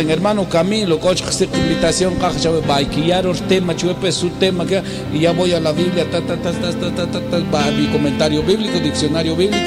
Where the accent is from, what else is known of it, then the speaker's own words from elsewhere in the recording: Quetzaltenango, Guatemala; yo crecí en Shela, 10 en Hnap, Shineketzaltenango.